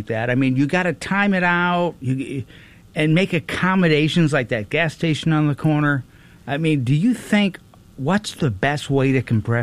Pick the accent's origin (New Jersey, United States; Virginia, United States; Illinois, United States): Illinois, United States; Chicago; It reminds me of 83 in the suburbs where I grew up in Chicago.